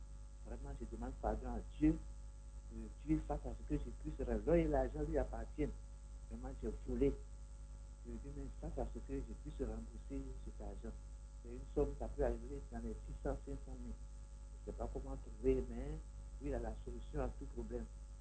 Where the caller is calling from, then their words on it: Abidjan, Côte d’Ivoire; J'appelle d'Abobo.